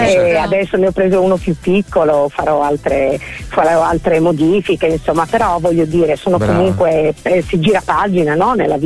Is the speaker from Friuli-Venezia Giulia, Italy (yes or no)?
yes; San Vito al Tagliamento, Friuli-Venezia Giulia, Italy; San Vito al Tagliamento.